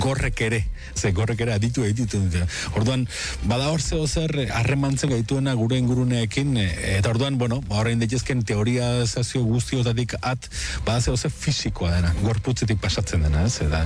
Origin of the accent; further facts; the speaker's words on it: Bera, Navarre, Spain; also born or lived in Lesaka; Lezakarra naiz jaiotzez, Beratarra etxez edo